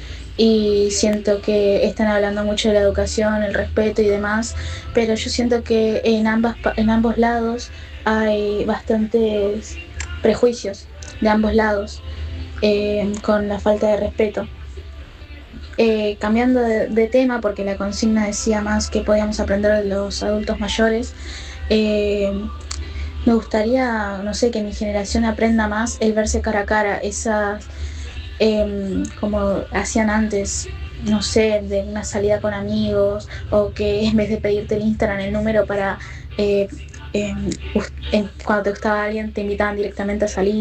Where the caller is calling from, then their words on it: Buenos Aires, Argentina; de Buenos Aires